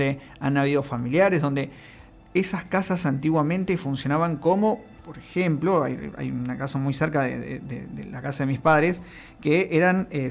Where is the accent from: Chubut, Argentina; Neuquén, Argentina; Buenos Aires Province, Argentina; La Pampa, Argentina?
Buenos Aires Province, Argentina; La Plata; yo soy de Tolosa, ajá, es un barrio muy antiguo